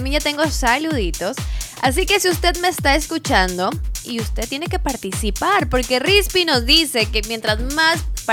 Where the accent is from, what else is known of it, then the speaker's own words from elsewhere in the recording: Ecuador; en Ecuador le decimos raposa